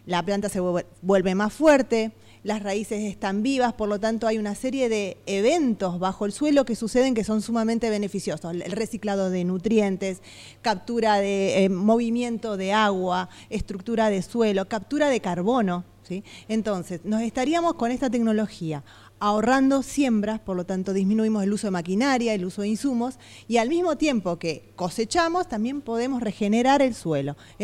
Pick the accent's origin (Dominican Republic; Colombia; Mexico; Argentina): Argentina; me fui al exterior a estudiar biología molecular cuando recién el concepto empezaba a aparecer, volví a la Argentina siempre apostando a nuestro país